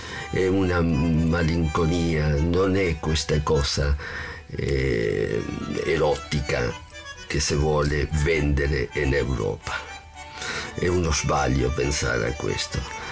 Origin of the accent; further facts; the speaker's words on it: Uruguay; Italian is a second language; moved away as an adult; now in Italy; io sono cresciuto con il bandoneon, suonavo già a 11 anni nelle orchestre tipiche del mio paese, l'Uruguay, e perciò è naturale che sono cresciuto col tango.